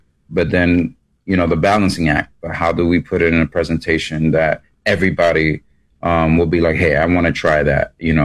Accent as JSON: {"language": "English", "region": "New York", "country": "United States", "said": "Well, I feel like I'm from New York."}